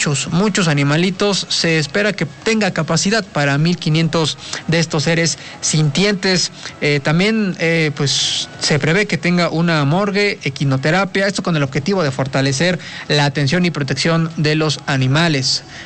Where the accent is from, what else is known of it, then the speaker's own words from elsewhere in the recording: Mexico; Es lo que nos distingue como sociedad mexicana